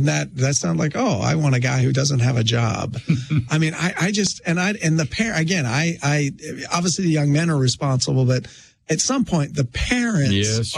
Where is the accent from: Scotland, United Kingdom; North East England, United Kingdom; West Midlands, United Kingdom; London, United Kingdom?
Scotland, United Kingdom; I'm not going to offend the French. I'm Scottish. I just declared my allegiance.